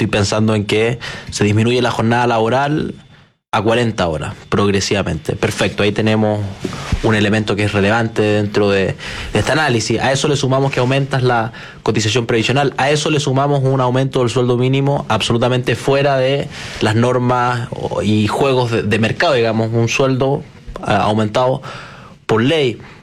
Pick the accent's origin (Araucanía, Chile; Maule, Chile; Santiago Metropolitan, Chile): Araucanía, Chile; Yo que soy de la Araucanía